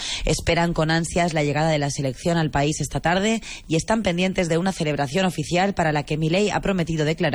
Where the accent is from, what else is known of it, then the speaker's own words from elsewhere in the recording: Spain; Yo soy español.